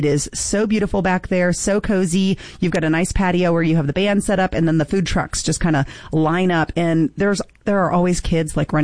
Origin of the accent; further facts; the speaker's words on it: Midwest, United States; See, and I'm from the Midwest